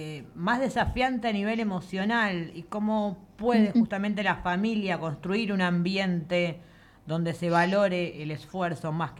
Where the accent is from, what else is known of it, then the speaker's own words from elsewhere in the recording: Argentina; nosotros como argentinos salimos en los diferentes puntos del país a seguir festejando